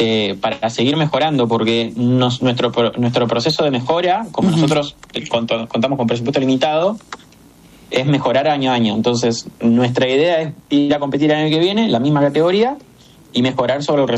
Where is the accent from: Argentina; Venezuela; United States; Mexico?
Argentina; que para nosotros como argentinos es un logro.